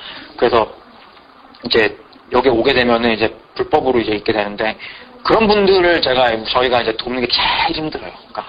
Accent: North Korea; now in United States

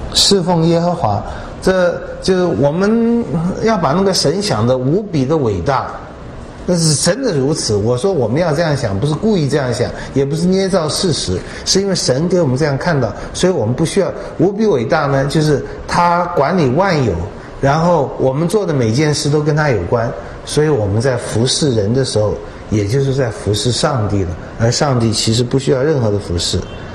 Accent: China

